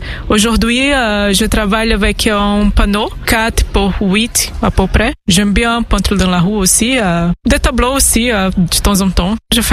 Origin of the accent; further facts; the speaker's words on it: Belém, Pará, Brazil; French is a second language; moved away as an adult; now in Dijon, France; Je suis brésilienne et ma ville c'est Belém, c'est en Amazonie, c'est nord du Brésil.